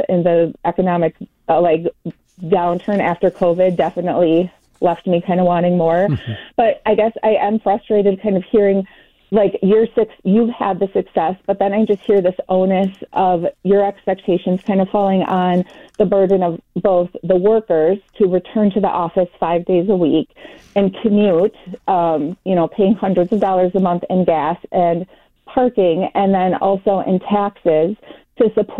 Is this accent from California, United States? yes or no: no; Rochester, Minnesota, United States; And from me, I grew up in Rochester. I put myself through college. I grew up in a poor family.